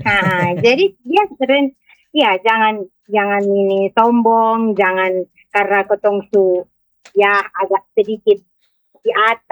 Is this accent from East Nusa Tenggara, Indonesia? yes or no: yes; Kupang, East Nusa Tenggara, Indonesia; kita orang Kupang